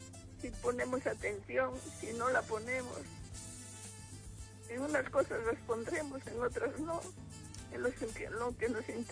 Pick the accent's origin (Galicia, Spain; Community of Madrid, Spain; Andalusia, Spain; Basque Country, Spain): Galicia, Spain; Ourense